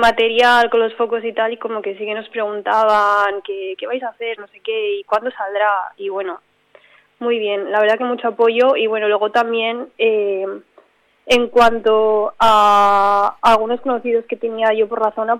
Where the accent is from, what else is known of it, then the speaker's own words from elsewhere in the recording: Villamediana de Iregua, La Rioja, Spain; also born or lived in Madrid; soy de Villamediana, sí que soy de La Rioja. Pero bueno, yo estudié la carrera en Madrid